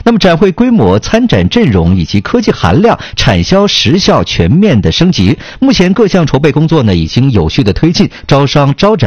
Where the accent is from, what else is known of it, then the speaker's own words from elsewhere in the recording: Northeast China, China; 咱们东北人太脆了哈。